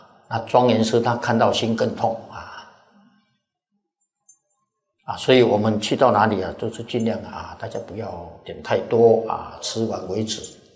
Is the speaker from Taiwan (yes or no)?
yes; Taiwan; 我们是台湾来的啊，带些钱啊，在这边啊，哎呀，蛮好用的啊。